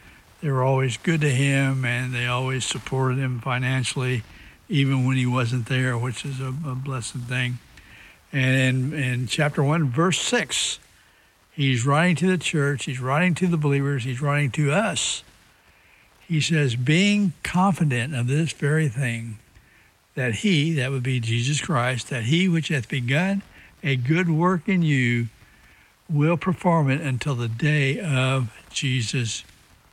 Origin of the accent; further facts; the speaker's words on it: United States; born there; I was born in America.